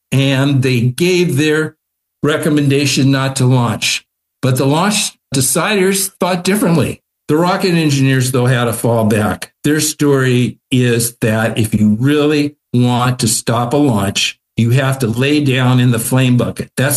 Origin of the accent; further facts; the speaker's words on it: Beverly Hills, California, United States; But I got to Beverly Hills and I loved working there because it's my hometown. I mean, I was president of the Little League here.